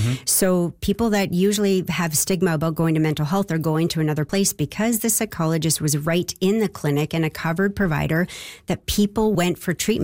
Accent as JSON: {"language": "English", "region": "British Columbia", "country": "Canada", "also_born_or_lived": "United States", "moved": "as an adult", "said": "I'm from British Columbia and trained in the U.S. and came back here 11 years ago"}